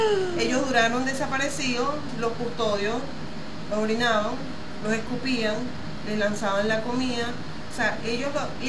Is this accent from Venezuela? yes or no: yes; Venezuela